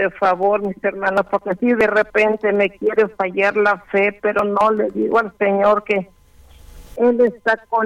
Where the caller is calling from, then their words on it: Guadalupe, Nuevo León, Mexico; De aquí, de Guadalupe.